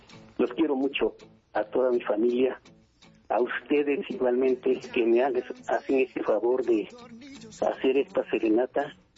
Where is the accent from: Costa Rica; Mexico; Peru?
Mexico; Atizapán de Zaragoza, State of Mexico; Así es. Bueno, no. Yo soy de Atizapán, de Zaragoza.